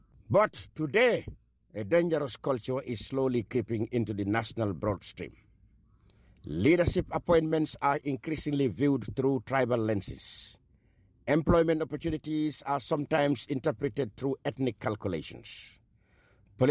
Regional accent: Serekunda, Kanifing, Gambia; I was born in Serekunda, London Corner, where the late Pa Loren affectionately

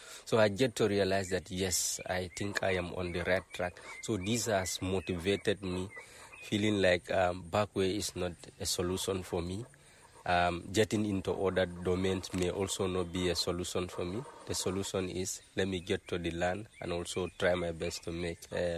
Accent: Gunjur, West Coast, Gambia; born and brought up in Gunjur.

